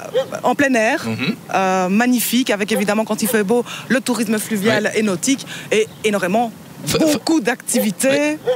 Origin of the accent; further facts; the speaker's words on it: Belgium; On est belges, on aime bien tout ça.